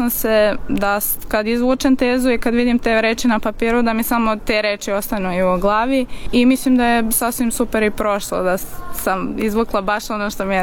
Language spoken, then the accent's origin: Serbian; Belgrade, Serbia; now in Budapest, Hungary; Iz Beograda.